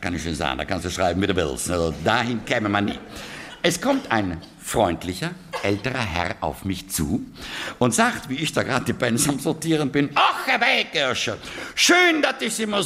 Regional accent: Trentino-Alto Adige, Italy; now in Germany

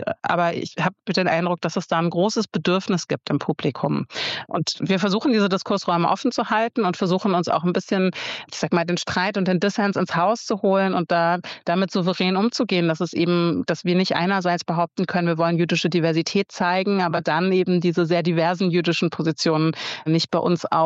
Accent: Berlin, Germany; Einen Film, den ich als Berlinerin sehr geliebt habe

